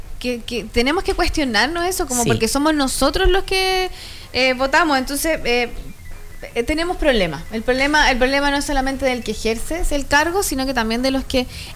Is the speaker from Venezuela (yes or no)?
no; Chile; Que somos chilenos, yo creo que ese es el gran problema.